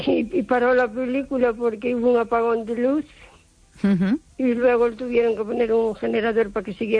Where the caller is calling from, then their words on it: O Carballiño, Galicia, Spain; Hola, Esther. Buenas noches. … de Carballiño.